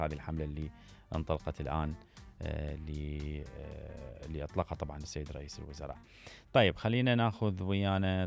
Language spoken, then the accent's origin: Arabic; Iraq; عندنا بالعراق احنا